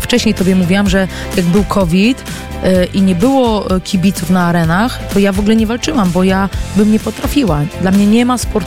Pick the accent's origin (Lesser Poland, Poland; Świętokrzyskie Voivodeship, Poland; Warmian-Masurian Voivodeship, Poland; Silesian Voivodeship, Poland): Warmian-Masurian Voivodeship, Poland; Olsztyn; wychowywałam się na olsztyńskim osiedlu dużym, gdzie była chmara dzieciaków